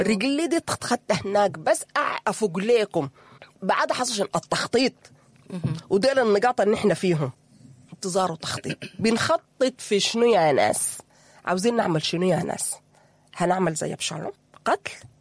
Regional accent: Sudan; ونحن يا أخواننا نحن كسودانيين ولا واصلين القمر نكون واقعين

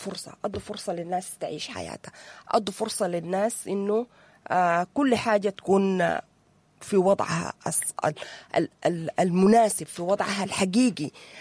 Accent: Sudan

